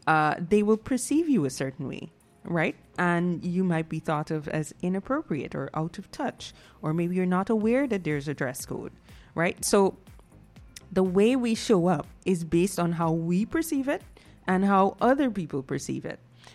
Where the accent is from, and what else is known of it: Guyana